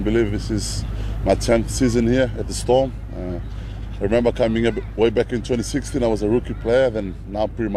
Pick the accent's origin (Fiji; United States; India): Fiji; moved away as an adult; now in Melbourne, Australia; Growing up in Fiji